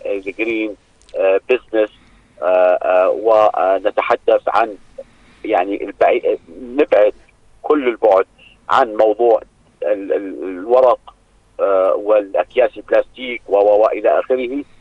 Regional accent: Jordan; نحن كأردنيين.

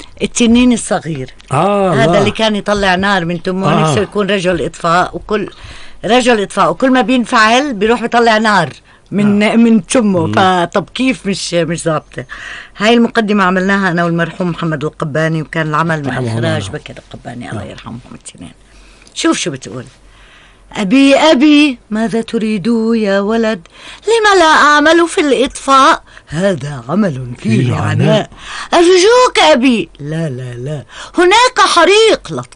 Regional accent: Jordan; إحنا مش مطلعين عليها بالأردن إلا من خلال أعمال دبلاج

